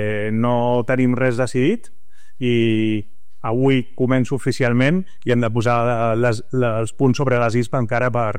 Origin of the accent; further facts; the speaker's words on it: Terrassa, Catalonia, Spain; Jo soc de Terrassa